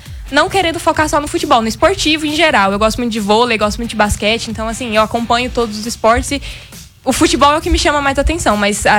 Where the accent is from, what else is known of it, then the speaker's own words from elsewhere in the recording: Goianésia, Goiás, Brazil; eu sou de Goianésia.